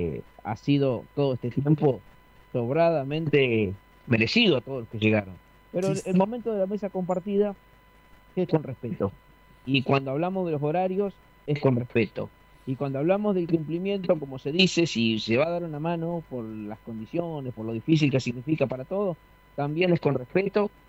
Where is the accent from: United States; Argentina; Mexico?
Argentina; Santa Teresita, Buenos Aires Province; la plaza de mi pueblo, Santa Teresita